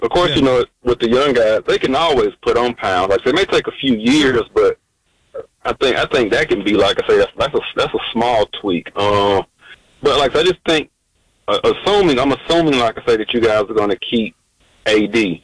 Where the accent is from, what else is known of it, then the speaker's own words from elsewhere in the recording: Atlanta, Georgia, United States; Actually, but like I said, I'm from Atlanta, so you know he's from Atlanta, too, so that's kind of our connection.